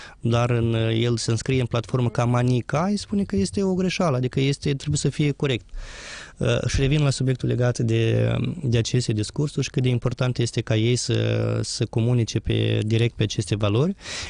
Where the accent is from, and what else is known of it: Moldova